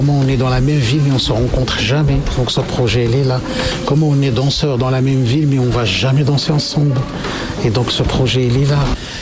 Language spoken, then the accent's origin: French; Morocco; Moi, je suis marocain.